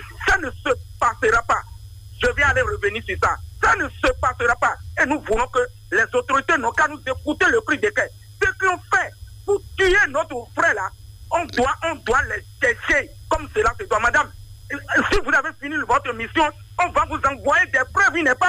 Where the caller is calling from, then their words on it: Benin; je vous appelle depuis Diguet.